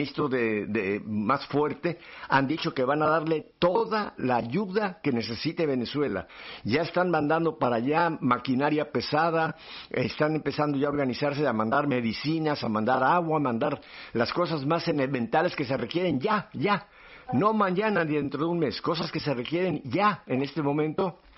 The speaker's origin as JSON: {"language": "Spanish", "country": "Mexico", "lives_now": "United States", "said": "yo soy americano, tengo una nacionalidad americana, aunque soy mexicano, y eso nunca me se me va a quitar"}